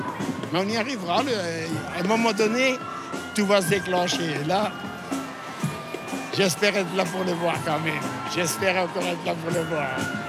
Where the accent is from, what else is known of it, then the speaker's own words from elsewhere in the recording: Spain; now in Belgium; au sens propre comme au figuré. Et pour finir, je suis espagnol. Même si j'ai toujours la nationalité, mais je suis plus belge qu'un belge.